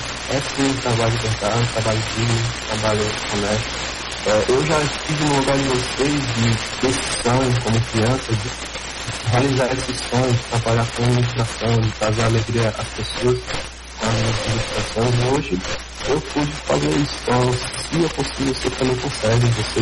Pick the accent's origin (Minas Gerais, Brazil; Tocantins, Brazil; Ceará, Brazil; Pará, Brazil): Ceará, Brazil; Fortaleza; Eu sou de Fortaleza, Ceará, nasci aqui, criado aqui, ainda resido aqui. Por eu ter morado e vivido aqui, as coisas foram difíceis